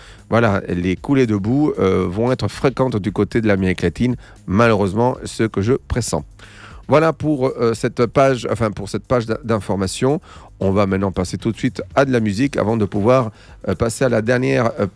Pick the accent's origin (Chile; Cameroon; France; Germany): Chile; Chañaral, Atacama; moved away; dans ma ville natale, Chañaral